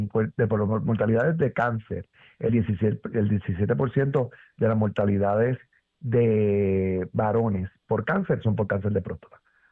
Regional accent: Puerto Rico; Los puertorriqueños tenemos una incidencia, somos los latinos, con la incidencia de cáncer de próstata más alta

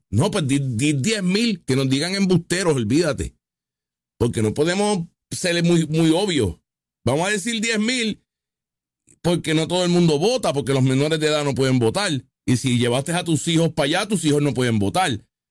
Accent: Puerto Rico

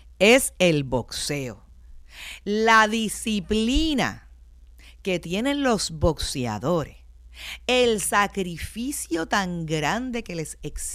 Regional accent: Hato Rey, Puerto Rico; Yo me crié muy, muy cerca de la barriada Las Monjas. Yo me crié en Floral Park, también en Atorrey, cerquita de Las Monjas.

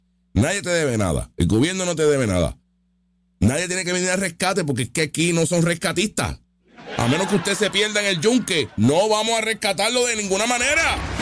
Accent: Puerto Rico; Tenemos que vivirlo, somos americanos, Puerto Rico USA y Puerto Rico USA.

